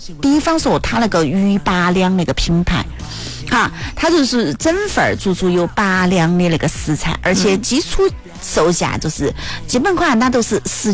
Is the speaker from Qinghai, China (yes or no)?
no; Chongqing, China; 为我们重庆打广告